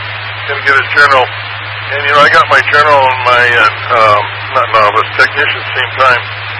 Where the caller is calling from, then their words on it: Kirkland, Washington, United States; … in Kirkland.